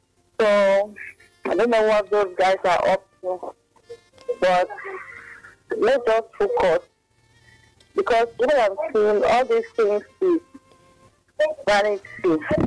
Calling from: Calabar, Cross River, Nigeria; I'm calling from Calabar.

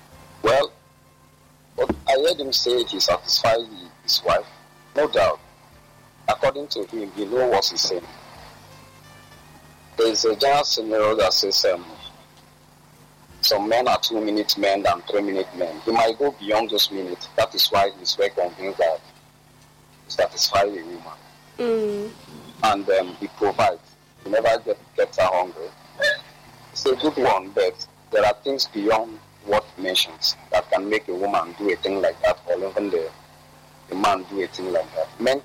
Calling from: Abuja, Federal Capital Territory, Nigeria; I'm calling from Abuja.

